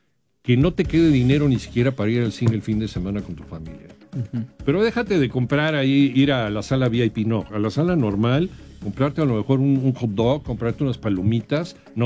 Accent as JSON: {"language": "Spanish", "country": "Mexico"}